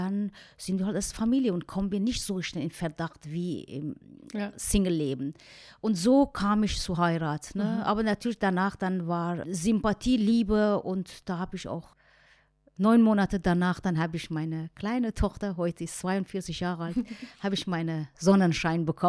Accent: Mashhad, Razavi Khorasan, Iran; moved away as an adult; Dann bin ich von Mashhad nach Teheran geflohen.

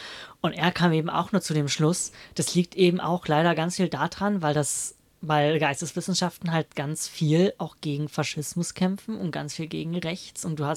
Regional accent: Lustenau, Vorarlberg, Austria; now in Tübingen, Germany; ich komme aus Lustenau und dann immer, wenn ich zum Brechtbau fahre, weil ich studiere Literatur, das heißt, die meiste Zeit verbringe ich am Brechtbau.

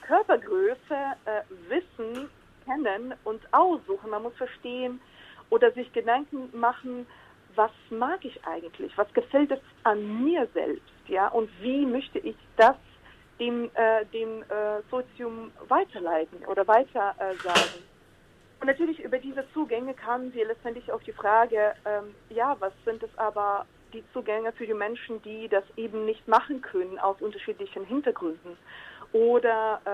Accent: Ukraine; German is a second language; moved away; ich habe als Kind in der Ukraine, als ich dann noch die Ukraine ganz, ganz junge Staat war, ich habe mit anderen Mädchen aus meinem Nachbarschaft auch Modenschauen organisiert.

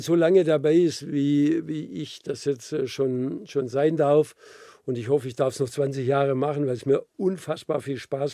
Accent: Baden-Württemberg, Germany; accent: Swabian; Meinen schwäbischen Akzent versteht man hier auch ganz gut.

